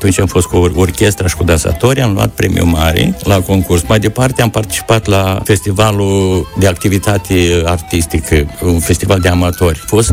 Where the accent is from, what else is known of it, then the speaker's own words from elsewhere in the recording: Colibaș, Cahul District, Moldova; born there; also born or lived in Soroca; M-am născut la Colibaș.